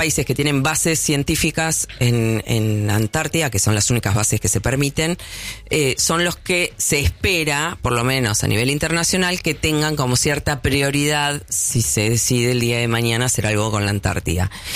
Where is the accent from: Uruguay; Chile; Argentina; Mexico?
Argentina